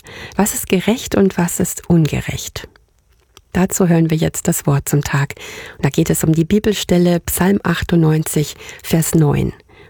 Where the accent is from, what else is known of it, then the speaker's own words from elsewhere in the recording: Hamburg, Germany; Ja, und an dieser Stelle sage ich mal einen ganz lieben Gruß nach Hamburg, meine alte Heimat.